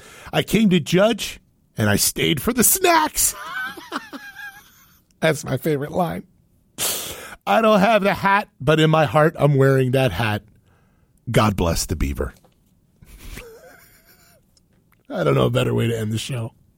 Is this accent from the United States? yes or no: yes; Cincinnati, Ohio, United States; Where I grew up in Cincinnati